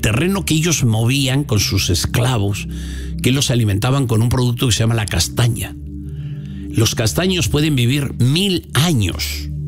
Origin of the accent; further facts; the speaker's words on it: Castile and León, Spain; Una es esta de mi pueblo, bueno, de la comarca, unos 6-5 kilómetros de mi casa